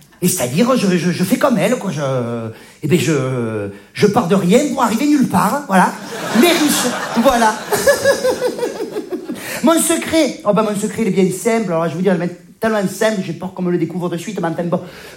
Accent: Provence-Alpes-Côte d'Azur, France

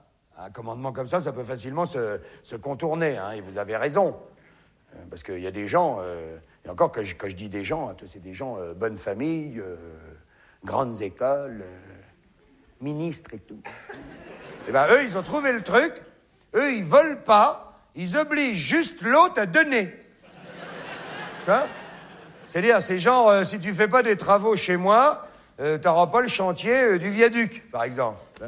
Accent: France; chez nous, en France

